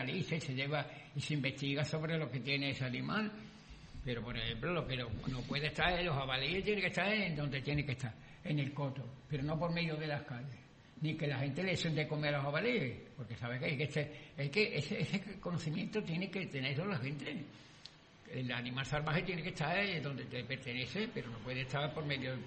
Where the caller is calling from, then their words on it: Sanlúcar de Barrameda, Andalusia, Spain; Y yo soy de Salduca